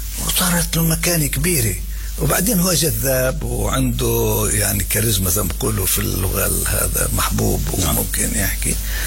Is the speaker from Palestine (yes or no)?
yes; Jerusalem, Palestine; أنا من القدس